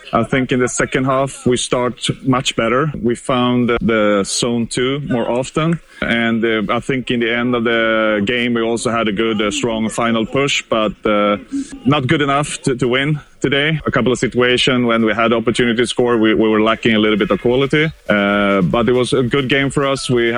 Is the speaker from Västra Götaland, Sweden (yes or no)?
no; Malmö, Skåne, Sweden; So I'm from Malmö, and the biggest club in Sweden, and one of the biggest ones in Scandinavia.